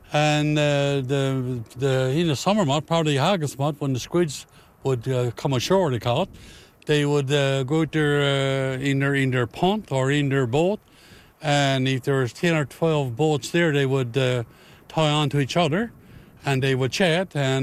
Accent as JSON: {"language": "English", "town": "Change Islands", "region": "Newfoundland and Labrador", "country": "Canada", "said": "I live down on the east side, down in a harbour called Moorish Harbour."}